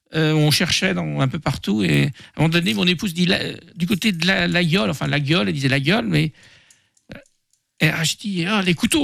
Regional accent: Nantes, Pays de la Loire, France; moved away as an adult; now in Maine-et-Loire, France; Ça fait près de 50 ans que nous sommes dans le Maine-et-Loire et nous sommes originaires de Nantes.

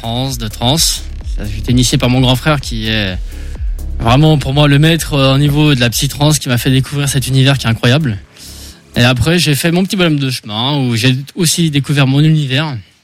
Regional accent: Saumur, Pays de la Loire, France; Alors non, moi je suis de Saumur.

